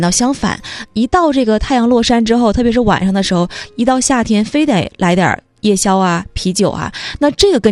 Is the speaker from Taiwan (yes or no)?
no; Northeast China, China